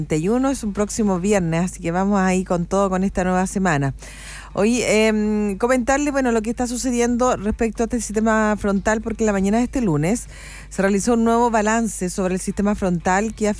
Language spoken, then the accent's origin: Spanish; Chile; Somos siempre los chilenos solidarios